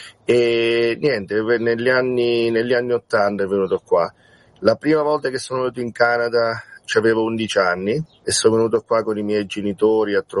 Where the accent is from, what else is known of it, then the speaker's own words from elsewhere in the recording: Comunanza, Marche, Italy; also born or lived in San Benedetto del Tronto; now in Grottammare, Italy; Io sono nato a San Benedetto del Tronto perché c'è l'ospedale lì, no? Però ho vissuto tanti anni a Comunanza, che è un paesino all'interno, no? Nel Piceno.